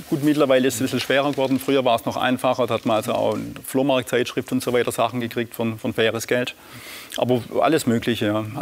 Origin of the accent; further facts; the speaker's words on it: Rhineland-Palatinate, Germany; also born or lived in Swabia; Jein, also geboren im tiefsten Schwabenland, aber aufgewachsen in Pfalz.